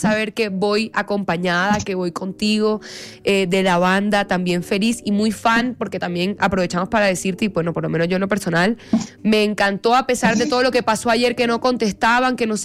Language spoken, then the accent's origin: Spanish; Barranquilla, Atlántico, Colombia; de barranquillera a barranquillera.